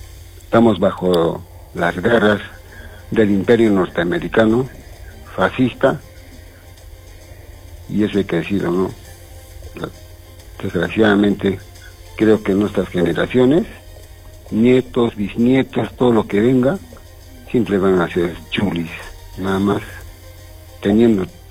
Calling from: Peru

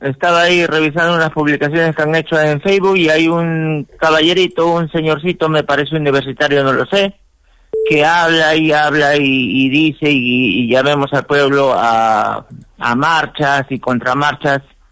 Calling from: Arequipa, Peru; somos arequipeños

